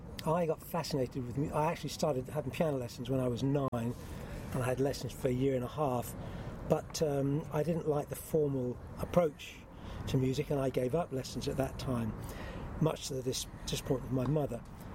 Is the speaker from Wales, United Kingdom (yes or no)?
no; Slough, South East England, United Kingdom; And I was born in Slough